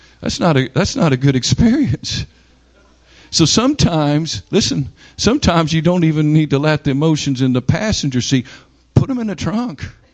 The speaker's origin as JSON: {"language": "English", "region": "Oklahoma", "country": "United States", "tie": "born or raised there", "said": "I'm from Oklahoma, and I have the blood in me"}